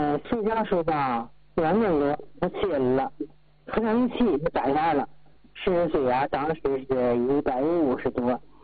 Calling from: Tianjin, China; 我家是天津永和。

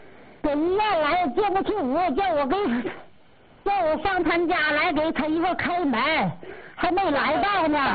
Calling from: Changchun, Jilin, China; 我是长春的，今年76岁。

